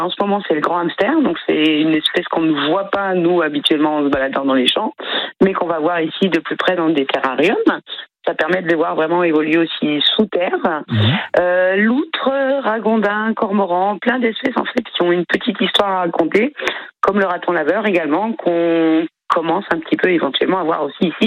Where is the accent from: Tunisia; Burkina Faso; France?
France; Grand Est; je suis Alsacienne, donc 100% chauvine.